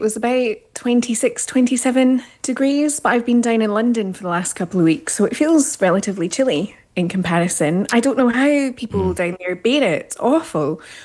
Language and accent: English; Australia; now in United Kingdom; I grew up in Australia as well, so I'm not unused to the heat.